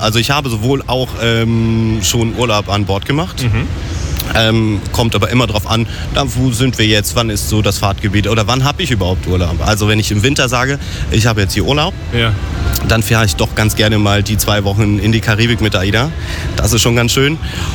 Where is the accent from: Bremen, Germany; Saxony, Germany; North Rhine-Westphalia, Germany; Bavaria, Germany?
North Rhine-Westphalia, Germany; Also aus dem Sauerland.